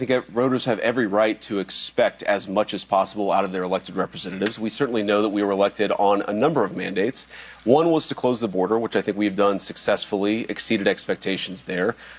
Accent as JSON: {"language": "English", "town": "Middletown", "region": "Ohio", "country": "United States", "tie": "born or raised there", "said": "that's Middletown, Ohio. That's my hometown in southwestern Ohio. It was a proud steel town."}